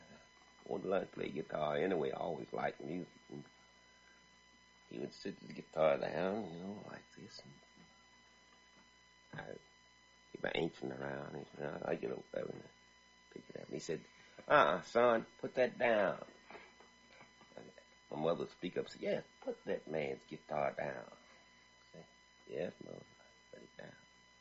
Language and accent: English; Avalon, Mississippi, United States; also born or lived in Teoc, Mississippi; 5 miles from Avalon, a little place they call Tioc, Mississippi. And they brought me up to Avalon when I was just a baby. I grew up in Avalon.